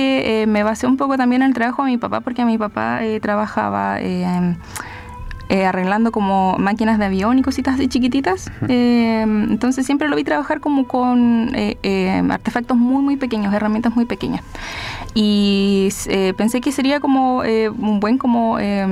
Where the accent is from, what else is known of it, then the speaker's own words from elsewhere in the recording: Chile; eso es lo que yo digo ahora, que ahora me identifico como chilena.